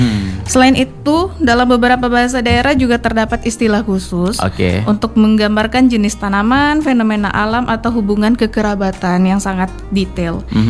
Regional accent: Kerinci, Jambi, Indonesia; Kalau di Jambi apa ya? Saya karena saya dari daerah Kerinci khususnya.

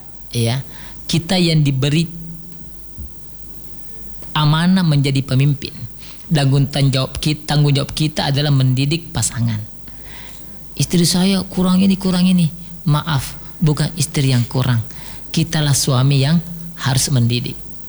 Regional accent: Sulawesi, Indonesia; apalagi kita orang Sulawesi.

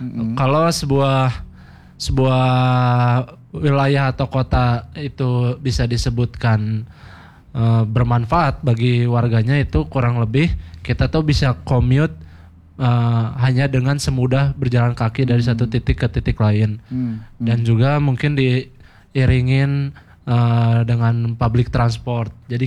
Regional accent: Bandung, West Java, Indonesia; sebagai warga Bandung, citizen yang utuh

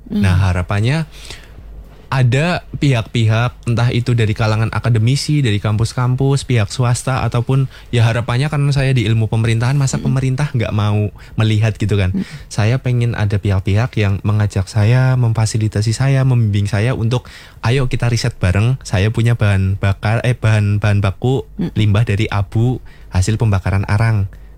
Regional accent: Central Java, Indonesia; Kalau di daerah saya itu ya mungkin sekitar Karisidenan Pekalongan.

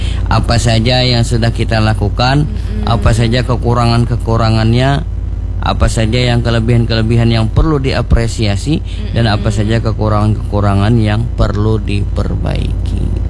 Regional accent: Banjar, South Kalimantan, Indonesia; Makanya kita orang Banjar ini

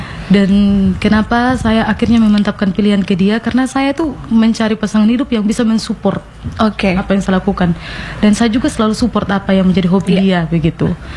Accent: East Nusa Tenggara, Indonesia; sebenarnya kita ini orang Sumba nih pintar, cerdas itu kita semua punya begitu.

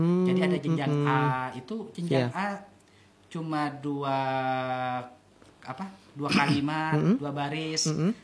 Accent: Sumenep, East Java, Indonesia; born there; moved away; also born or lived in Yogyakarta; saya lahir di Sumenep

